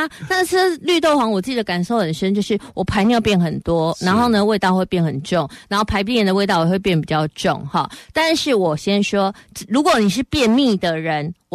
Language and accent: Chinese; Taiwan; 其实呢不是只有我们台湾人在吃